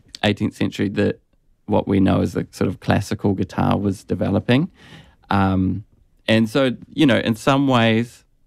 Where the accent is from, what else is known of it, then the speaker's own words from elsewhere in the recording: Timaru, Canterbury, New Zealand; I'm from New Zealand.